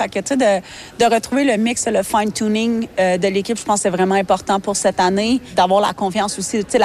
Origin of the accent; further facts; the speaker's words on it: Quebec, Canada; moi, je viens du Québec